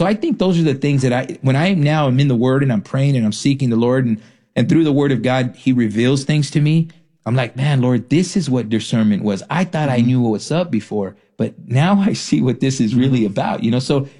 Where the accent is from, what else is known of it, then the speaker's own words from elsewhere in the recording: Ontario, California, United States; I grew up in Ontario in the Inland Empire.